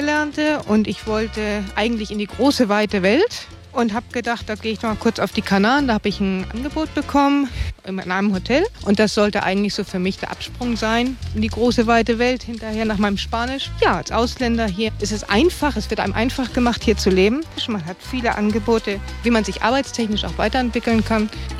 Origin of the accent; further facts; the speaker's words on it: Northern Germany, Germany; moved away as an adult; also born or lived in Hamburg; now in Canary Islands, Spain; als Norddeutsche